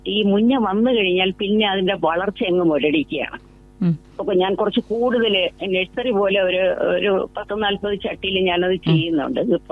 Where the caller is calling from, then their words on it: Ulloor, Kerala, India; ഉള്ളൂരിൽ നിന്നാണ് സംസാരിക്കുന്നത്.